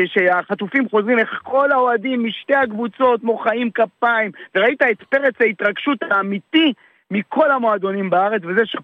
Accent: Beersheba, Southern District, Israel; אני נולדתי, גדלתי, התחנכתי באר שבע

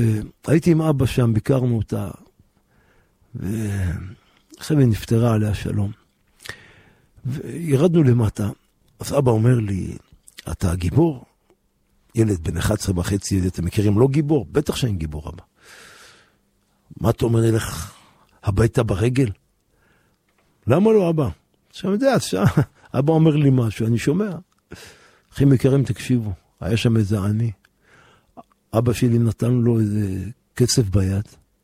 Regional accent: Jerusalem, Jerusalem District, Israel; גדלנו ברוך השם בשכונת בוחרים

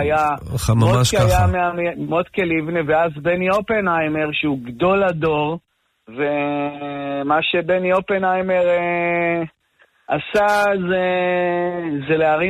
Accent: Sde Eliezer, Northern District, Israel; אני ממושב שדה אליעזר, דור שלישי של מגדלי כבשים.

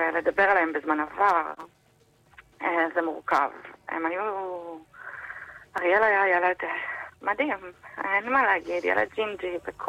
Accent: Central Israel, Israel; אני ואחי גדלנו בעיר במרכז הארץ

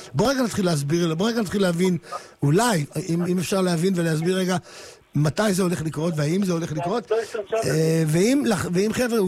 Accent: Ramla, Central District, Israel; אני ילד רחוב, אני גדלתי ברמלה, ילד רחוב

